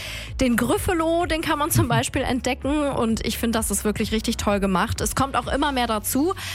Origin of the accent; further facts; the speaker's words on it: Wegrath, North Rhine-Westphalia, Germany; Ja, ich komme ja aus Wegrath und deshalb gehe ich da auch öfter mal mit meinen Eltern im Wald spazieren.